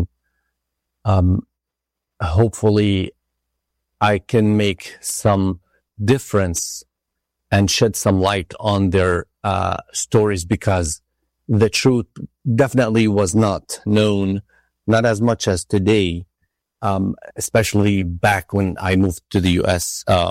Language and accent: English; Tulkarm, West Bank, Palestine; moved away as an adult; now in United States; So I was born in Palestine in a small town called Tul Karim, and it is a border town like 15 minutes away from the city of Netanya. So we were about 20 minutes away from the Mediterranean shores